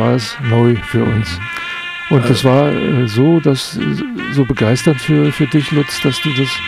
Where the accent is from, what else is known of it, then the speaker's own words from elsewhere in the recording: Berlin, Germany; Obwohl wir in West-Berlin ja ziemlich eingesperrt waren.